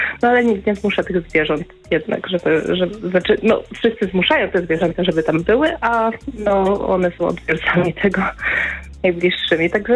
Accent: Silesian Voivodeship, Poland; ja jestem właśnie ze Śląska

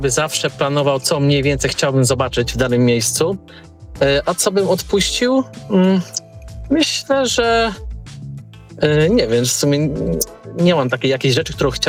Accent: Subcarpathian Voivodeship, Poland; Ja jestem z Podkarpacia

